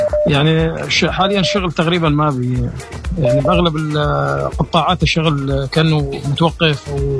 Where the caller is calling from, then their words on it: Deir ez-Zor, Deir ez-Zor Governorate, Syria; من دير الزور.